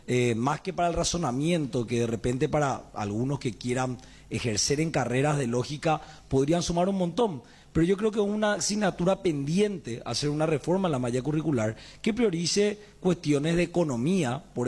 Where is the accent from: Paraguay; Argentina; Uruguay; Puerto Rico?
Paraguay; Asunción; yo soy asunceno